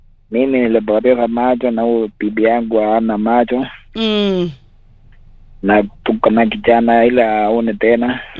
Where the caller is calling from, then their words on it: Bomet County, Kenya; Mimi natoka Bomet County.